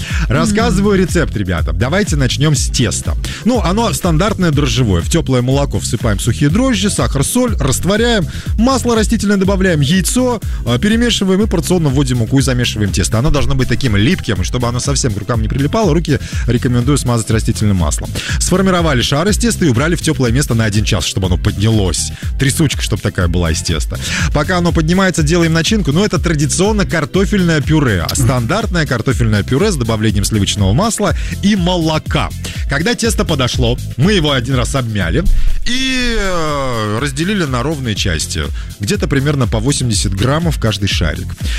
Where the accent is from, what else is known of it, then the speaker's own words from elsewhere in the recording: Ural, Russia; А я с Урала, парень.